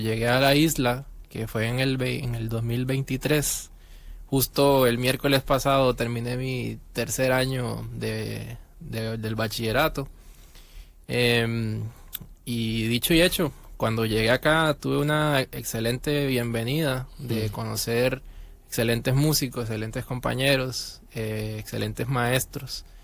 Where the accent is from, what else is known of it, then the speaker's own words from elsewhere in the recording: Costa Rica; moved away as an adult; now in Puerto Rico; yo soy un estudiante extranjero, yo vengo de Costa Rica.